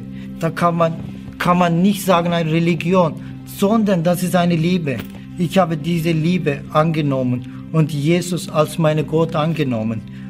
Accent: Turkey; born or raised there; German is a second language; now in Germany

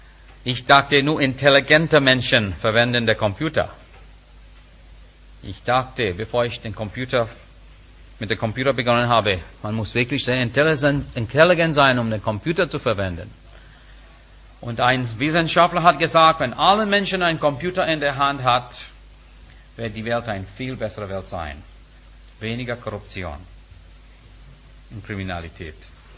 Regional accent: India; Liebe Freunde, als Inder Ich brauchte die Bibel nicht.

